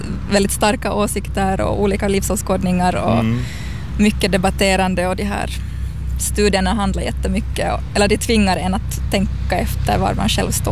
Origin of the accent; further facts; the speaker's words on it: Maxmo, Ostrobothnia, Finland; moved away as an adult; also born or lived in Turku; Ja, jag kommer från Maxmo-kärren. Men det är nog jättelänge sedan jag har bott där. Jag flyttade hemifrån som 18-åring till Åbo